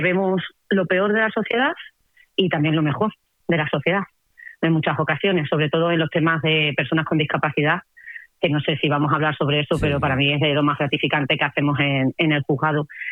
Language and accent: Spanish; Cáceres, Extremadura, Spain; Yo soy de Cáceres